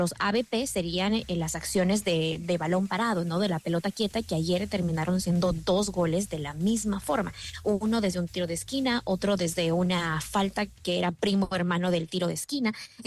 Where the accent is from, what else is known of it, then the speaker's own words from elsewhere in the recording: Ecuador; yo digo como mentalidad ecuatoriana